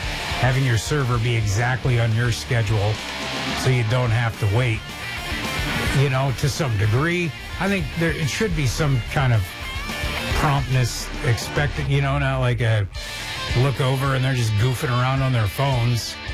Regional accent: United States; as an American

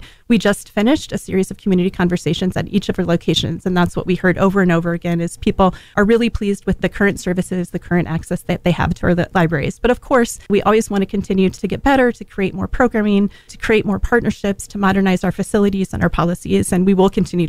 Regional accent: Des Moines, Iowa, United States; I grew up in Des Moines. I attended Des Moines Public Schools, so Greenwood and Callanan and Roosevelt.

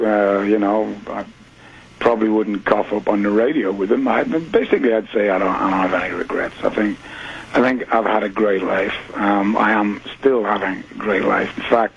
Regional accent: Newcastle, North East England, United Kingdom; born or raised there

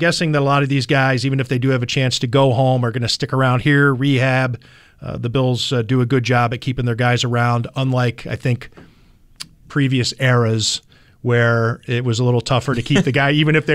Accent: Cleveland, Ohio, United States; my hometown Cleveland Browns

